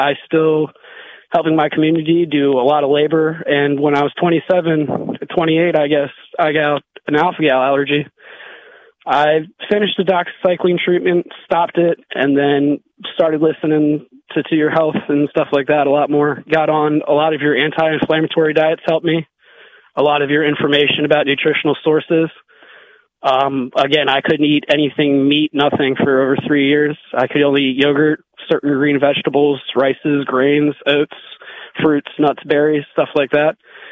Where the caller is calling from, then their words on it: Kensington, Maryland, United States; from Kensington.